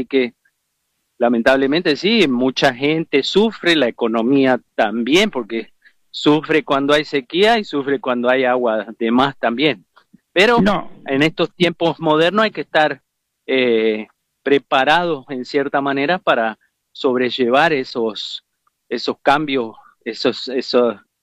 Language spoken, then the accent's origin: Spanish; Uruguay; now in United States; seguiré yendo a visitar la familia, los amigos, mi pueblito y otras regiones lindas que tiene el Uruguay